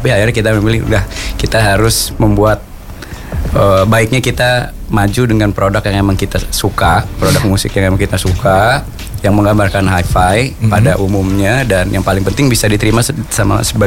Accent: Java, Indonesia; accent: Sundanese; sebagai orang Jawa. Tapi logatnya

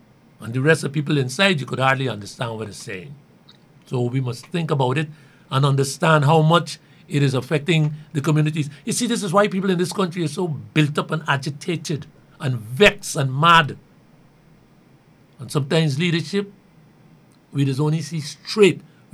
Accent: Georgetown, Demerara-Mahaica, Guyana; I grew up in Kitty.

